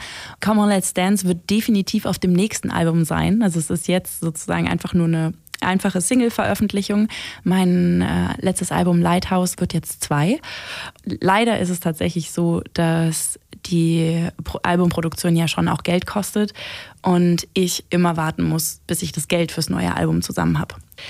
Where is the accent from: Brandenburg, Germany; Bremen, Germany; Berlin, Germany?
Berlin, Germany; moved away as an adult; now in Weserbergland, Germany; So als Großstadtkind, als Berlinerin